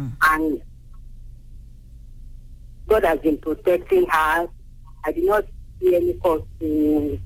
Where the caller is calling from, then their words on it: Ibadan, Oyo, Nigeria; from Apata.